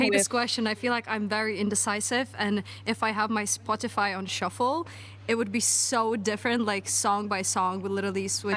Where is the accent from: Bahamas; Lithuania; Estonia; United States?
Lithuania; moved away; Yeah, I'm from Lithuania.